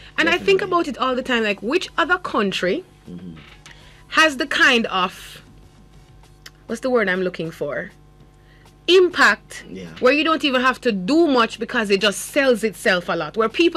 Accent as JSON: {"language": "English", "country": "Jamaica"}